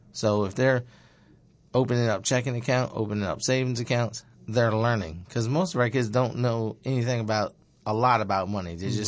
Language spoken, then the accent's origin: English; Lewes, Delaware, United States; born or raised there